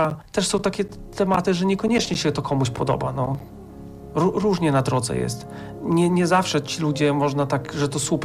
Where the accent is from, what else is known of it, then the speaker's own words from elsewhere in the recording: Mońki, Podlaskie Voivodeship, Poland; jestem z Moniek, z takiej małej miejscowości